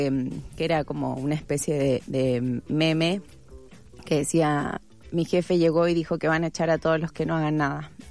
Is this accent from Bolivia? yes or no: no; Chile; moved away